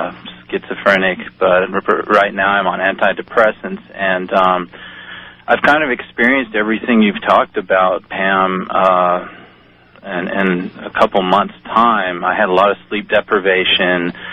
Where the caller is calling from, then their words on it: Austin, Texas, United States; I'm calling from Austin, Texas.